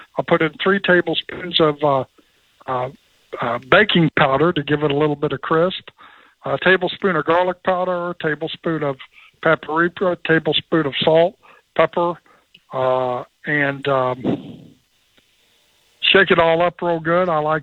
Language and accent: English; the South, United States; Well, I'm from the South, so we fry fish.